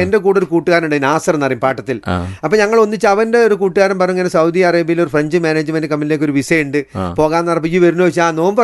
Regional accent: Thechi, Kerala, India; സത്യത്തിൽ ഞാൻ ജനിച്ചു വളർന്നപ്പോഴേ ഈ കിനാലൂർ എസ്റ്റേറ്റ് എന്ന് പറഞ്ഞ ഈ തൊഴിലാളികൾ താമസിക്കുന്ന ഇടത്ത് തെച്ചി എന്നൊരു കൊച്ചു ഗ്രാമത്തില് അവിടെ സ്ട്രീറ്റ് ലൈറ്റ് ഇല്ല, സ്കൂളുകളില്ല, ഒന്നുമില്ല.

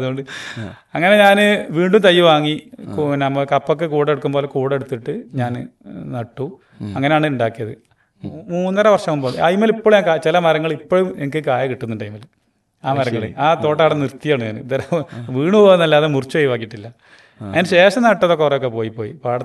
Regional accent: Kerala, India; നമ്മളെ ഈ മലബാർ മേഖലയിലെ

